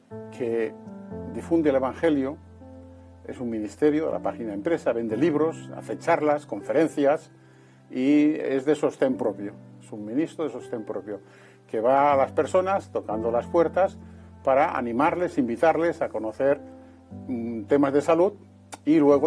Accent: Balaguer, Catalonia, Spain; born there; Nací en Balaguer, en la provincia de Lérida.

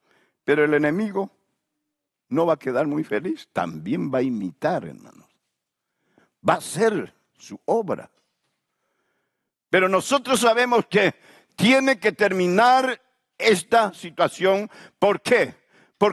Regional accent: Santa Ana del Yacuma, Beni, Bolivia; moved away; also born or lived in Germany; Cuando ellos llegaron a mi pueblo, Santana y Yacuma

